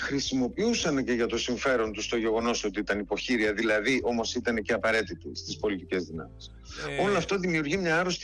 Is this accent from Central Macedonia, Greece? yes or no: no; Doxato, Eastern Macedonia and Thrace, Greece; now in Athens, Greece; μιλάω στην πατρίδα μου. Εγώ είμαι από το Δοξάτο της Δράμας.